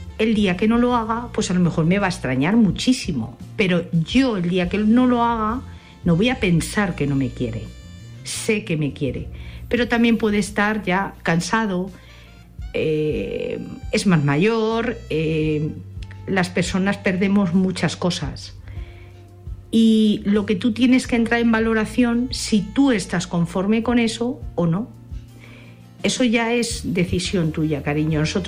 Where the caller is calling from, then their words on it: Madrid, Community of Madrid, Spain; de Madrid.